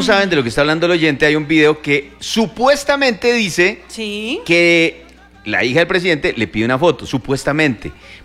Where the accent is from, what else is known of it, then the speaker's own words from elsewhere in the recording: Colombia; como colombianos que somos